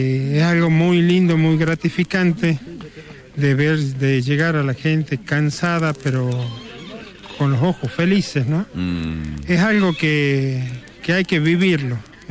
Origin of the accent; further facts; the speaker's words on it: Cerrillos, Salta, Argentina; yo soy de Cerrillos